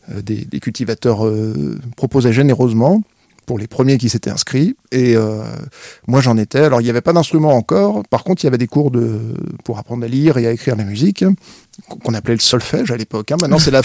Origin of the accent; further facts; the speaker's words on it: Lusigny-sur-Barse, Grand Est, France; Et je vivais à l'époque à Lusigny-sur-Barse.